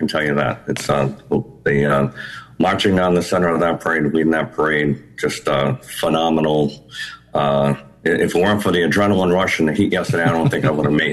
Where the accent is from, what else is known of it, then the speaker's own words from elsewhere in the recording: Bristol, Rhode Island, United States; I was 15 years old, and I was in a small marching band from my hometown.